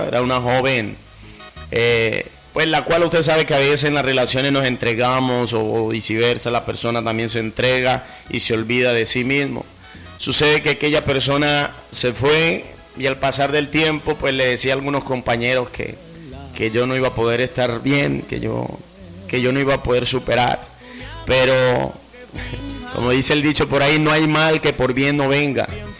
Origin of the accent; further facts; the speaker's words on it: Puerto Libertador, Córdoba, Colombia; now in Sahagún, Colombia; yo nací en Puerto Libertador, Córdoba. Yo soy mitad cordobés y mitad antioqueño. Mi mamá es de Amalfi, Antioquia. Mi papá es Puerto Libertador, Córdoba. Crecí en dos corregimientos, Tierra Adentro y Juan José. Zona Roja, donde siempre por allí el conflicto y las cuestiones de orden público